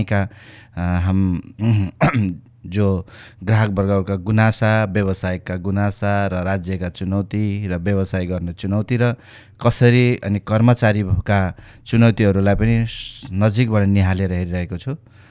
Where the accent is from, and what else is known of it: Pyuthan, Lumbini Province, Nepal; born or raised there; moved away as an adult; now in Nepalgunj, Nepal